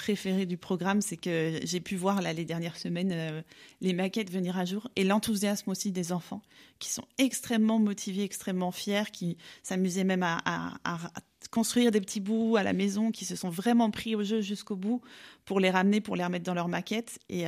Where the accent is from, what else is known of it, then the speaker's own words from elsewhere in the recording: Nancy, Grand Est, France; c'est quand même ma région. Donc voilà, j'ai fait mes études à Nancy, j'ai grandi à Nancy